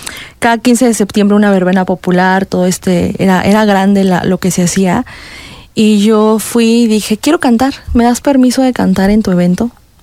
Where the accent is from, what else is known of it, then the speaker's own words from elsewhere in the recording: Corregidora, Querétaro, Mexico; Soy de aquí de Querétaro, soy queretana, 100% queretana. Soy del municipio de Corregidora.